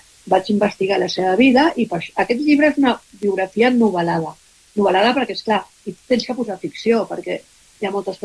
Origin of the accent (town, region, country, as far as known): Poblenou, Catalonia, Spain